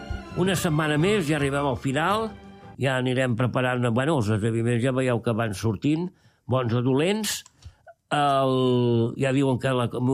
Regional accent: Argentona, Catalonia, Spain; com que jo soc d'Argentona, la Festa Major, Sant Domingo, i la que venia, eren les més caloroses

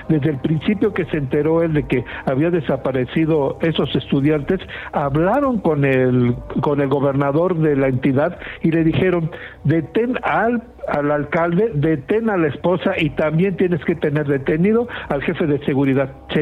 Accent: Mexico

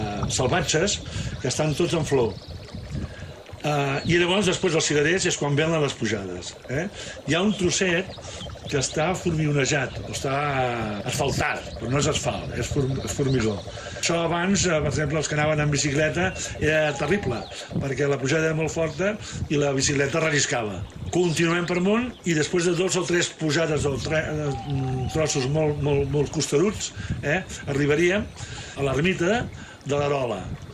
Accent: Catalonia, Spain; sí que ens localitza d'on som, del Maresme, amb el mar sempre present. Nosaltres som la muntanya del mar de la Maresme.

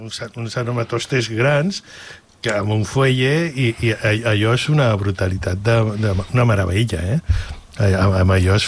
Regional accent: El Papiol, Catalonia, Spain; amb els fotògrafs que som del Papiol

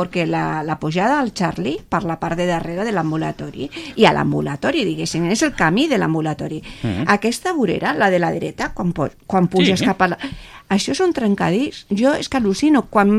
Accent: Cubelles, Catalonia, Spain; born there; also born or lived in Sant Feliu de Llobregat; jo porto 50 anys aquí, he crescut aquí

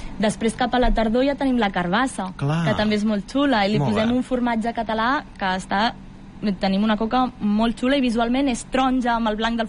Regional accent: Bellvei, Catalonia, Spain; jo sóc filla de Vallvei

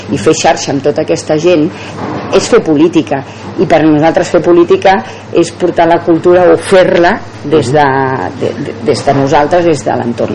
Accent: Terrassa, Catalonia, Spain; Soc actriu, soc de Terrassa, tot tal

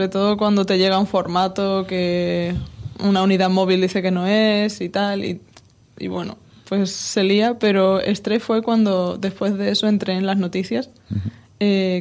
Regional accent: Jerez de la Frontera, Andalusia, Spain; born there; moved away as an adult; now in Madrid, Spain; a mí me gusta decir que soy de Jerez y que vivo en Jerez. Pero la realidad es que los últimos 6 años he vivido en Madrid y ahora me voy a vivir a París.

